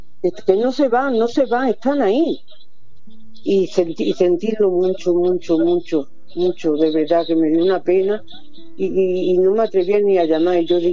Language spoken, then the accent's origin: Spanish; Córdoba, Andalusia, Spain; now in Granada, Spain; Soy cordobesa.